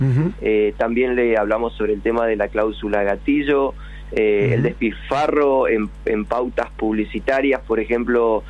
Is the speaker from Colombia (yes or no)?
no; Capitán Solari, Chaco, Argentina; Soy de Capitán Solari, un pueblo acá en el Chaco, en el interior. Uh-huh. Es portal del Parque Nacional.